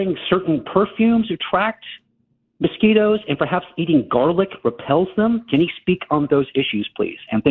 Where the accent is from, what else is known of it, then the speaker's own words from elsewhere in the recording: San Antonio, Texas, United States; now in Hyde Park, Chicago, United States; I was raised in San Antonio, Texas